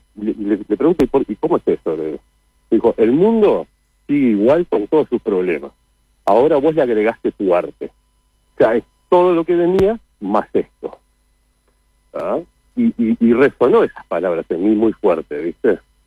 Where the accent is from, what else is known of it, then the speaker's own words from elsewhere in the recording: Uruguay; En realidad, todos mis hermanos tienen nombres italianos. Pero no, soy bien uruguayo.